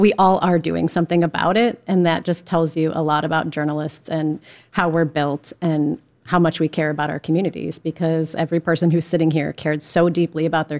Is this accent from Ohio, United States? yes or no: yes; Ohio, United States; born or raised there